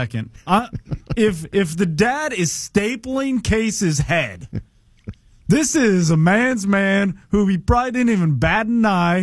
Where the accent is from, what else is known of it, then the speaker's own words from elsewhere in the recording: Pasadena, California, United States; Yes. I'm originally from Pasadena. My senior year was at Disneyland. Yep. Eighth grade was at Magic Mountain.